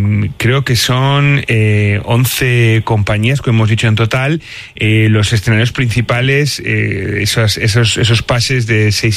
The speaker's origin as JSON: {"language": "Spanish", "town": "León", "region": "Castile and León", "country": "Spain", "said": "para los que somos de León"}